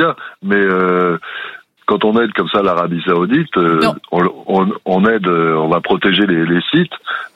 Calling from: Nouvelle-Aquitaine, France; De Charente

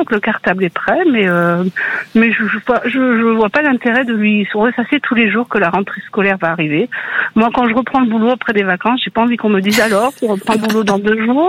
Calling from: Loupiac, Nouvelle-Aquitaine, France; De Loupiac, en Gironde.

